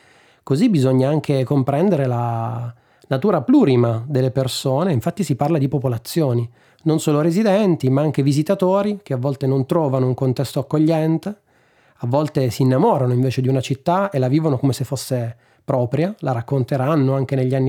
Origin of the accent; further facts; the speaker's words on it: Apulia, Italy; Io sono pugliese, del Gargano, un altro carso.